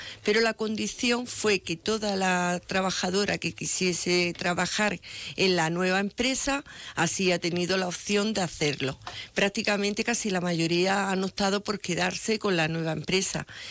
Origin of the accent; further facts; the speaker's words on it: Vegas del Genil, Andalusia, Spain; siempre me doy una vuelta por Pursil, Ambre y Belicena y veo el estado en que se encuentra por la mañana mi pueblo.